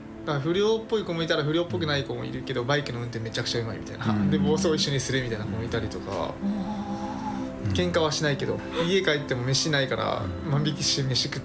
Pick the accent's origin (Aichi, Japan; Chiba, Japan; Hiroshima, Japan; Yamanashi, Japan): Aichi, Japan; Nagoya; 地元の名古屋の地下格闘技があって、それに出場してたんですよ。